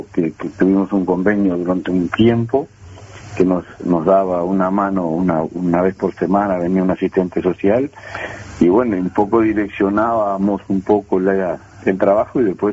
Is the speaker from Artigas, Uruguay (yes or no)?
yes; Artigas, Uruguay; somos oriundos de Artigas y de un pueblito rural